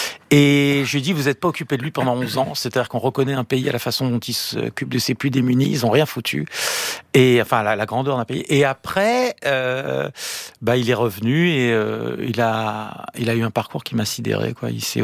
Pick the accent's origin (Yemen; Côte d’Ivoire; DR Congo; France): France; Corsica; quand j'étais petit en Corse.